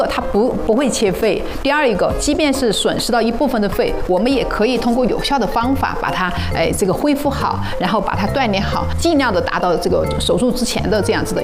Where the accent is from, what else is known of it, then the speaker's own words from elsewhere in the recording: Sichuan, China; 比如说我们四川人喜欢吃辣，